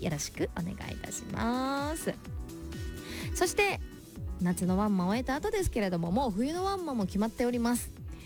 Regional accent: Hyuga, Miyazaki, Japan; 私の地元宮崎県日向、市にございます

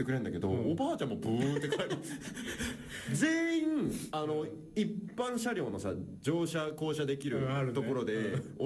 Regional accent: Hakodate, Hokkaido, Japan; moved away as an adult; now in Tokyo, Japan; 俺が20年間函館で育って、うん、東京に行きますって言った時に

